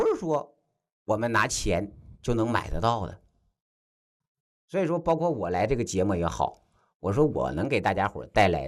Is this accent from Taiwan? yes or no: no; China; 我们中国人有没有自己的医生啊？